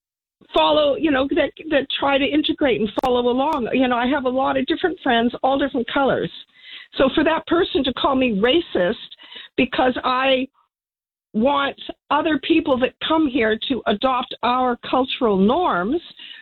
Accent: Canada; moved away; But so the thing is, even me, I came here from Canada. I had to change some of my cultural norms.

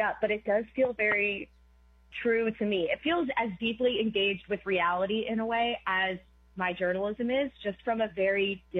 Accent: New Jersey, United States; I'm from New Jersey.

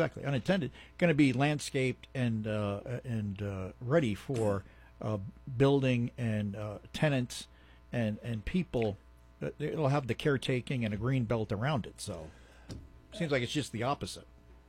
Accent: Jersey City, New Jersey, United States; In my hometown, especially Jersey City, there's quite a few places like that.

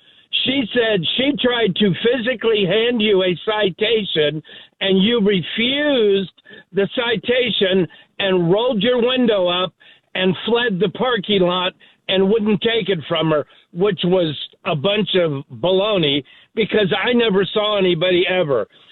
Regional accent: Long Beach, California, United States; I'll see you guys on the 6th of February in my hometown of Long Beach.

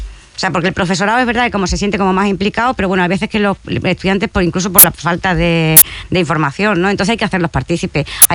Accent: Llerena, Extremadura, Spain; yo por ejemplo soy de Campiña Sur, y yo reconozco que ha sido un problema de comunicación, que es difícil que se puedan trasladar de mi pueblo Llerena a Cáceres determinados estudiantes

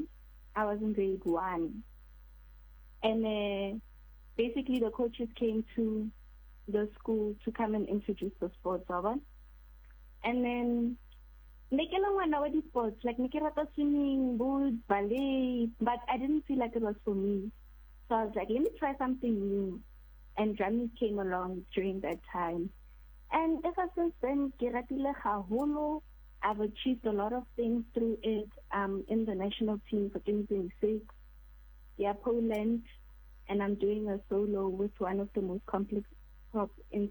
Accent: Centurion, Gauteng, South Africa; I'm from Centurion in Dutchfield.

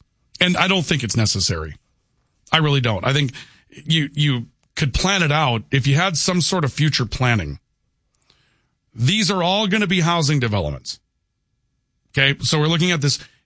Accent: Valley City, North Dakota, United States; moved away; My hometown of Valley City, it had kind of three parks, but really two.

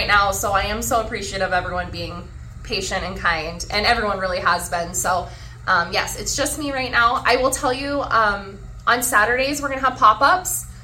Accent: Nebraska, United States; now in Blair, United States; I grew up in Nebraska, and we've been here for a little over 3 weeks.

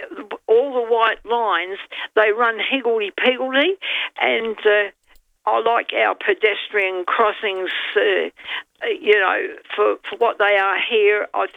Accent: Adelaide, South Australia, Australia; Having lived here all my life, and I was born here in Adelaide, so who could want more?

